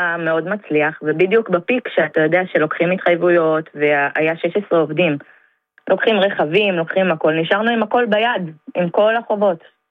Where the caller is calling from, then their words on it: El'ad, Central District, Israel; אני מאלעד.